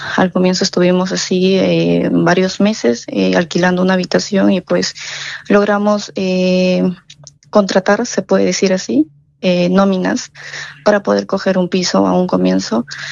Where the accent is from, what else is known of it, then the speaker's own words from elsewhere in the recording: Peru; moved away as an adult; con la intención de buscar nuevas oportunidades, un mejor futuro para ellas, ya que mi país de origen es Perú.